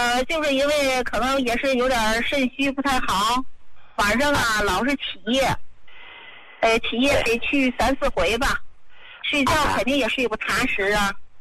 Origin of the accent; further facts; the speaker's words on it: Hebei, China; now in Beijing, China; 我今年呢60多岁了，我是河北人，现在呀是在北京给闺女带孩子呢。